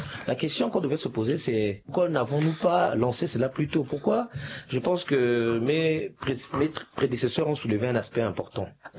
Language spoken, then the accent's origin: French; Central African Republic; en tant que Centrafricain